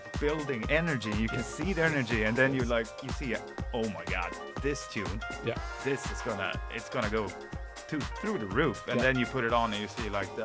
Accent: Laholm, Halland County, Sweden; moved away; back where I grew up in Laholm.

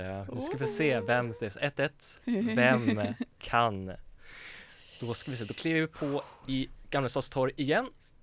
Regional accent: Västerås, Västmanland County, Sweden; Och det grundades då i min hemstad Västerås.

